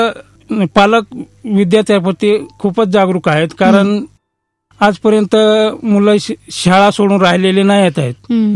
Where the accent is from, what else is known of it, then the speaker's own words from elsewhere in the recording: Maharashtra, India; मी पेठ तालुक्यातील झाडीपाडा जळे येथील मूळ गावी राहतो.